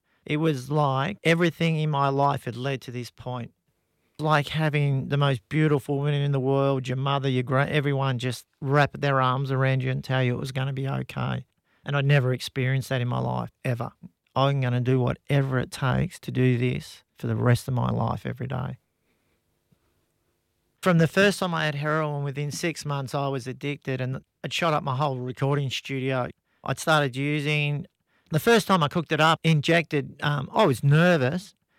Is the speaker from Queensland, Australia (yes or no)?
no; Frankston, Victoria, Australia; Where I grew up at Frankston, it was a really tough place.